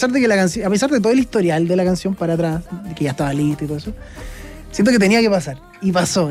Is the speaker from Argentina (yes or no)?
no; Curicó, Maule, Chile; ¿De dónde era … ? Yo soy de Curicó.